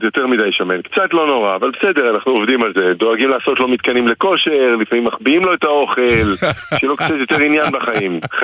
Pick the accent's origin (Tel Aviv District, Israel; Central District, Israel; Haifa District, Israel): Tel Aviv District, Israel; Tel Aviv; שהייתי בן 6 בערך, גרתי ברחוב דיזינגוף, אמא שלי עדיין גרה באותה דירה, בדיזינגוף 34, זה ליד הבימה, שם גדלתי